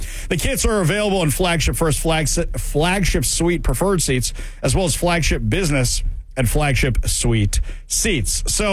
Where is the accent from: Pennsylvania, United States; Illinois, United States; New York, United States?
New York, United States; I assume they're all right next to each other because I'm from New York, right?